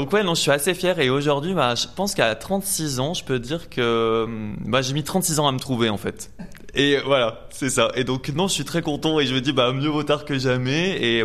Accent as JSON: {"language": "French", "town": "Annonay", "region": "Auvergne-Rhône-Alpes", "country": "France", "tie": "born or raised there", "also_born_or_lived": "Saint-Étienne / Lille / Helsinki", "moved": "as an adult", "lives_now": "Lyon, France", "said": "j'ai grandi donc en Ardèche, à Annonay. Après, je suis venu à Saint-Étienne"}